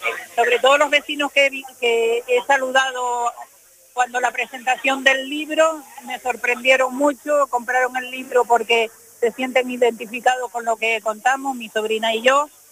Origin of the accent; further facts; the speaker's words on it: San Cristóbal de La Laguna, Canary Islands, Spain; yo soy de aquí y no conozco a nadie.